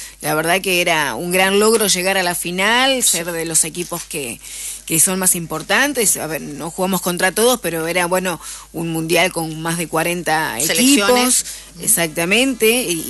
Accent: Argentina; nos merecemos como argentinos ganar.

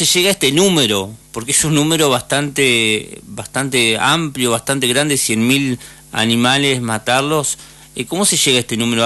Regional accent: Victoria, Entre Ríos, Argentina; Sí, somos de Victoria.

